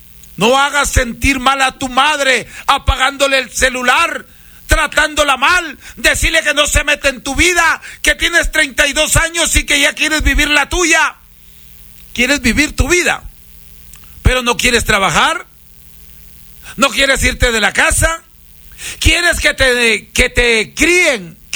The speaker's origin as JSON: {"language": "Spanish", "country": "Peru", "moved": "yes", "lives_now": "Salcedo, Ecuador", "said": "Soy peruano, soy chamán, atiendo en Salcedo"}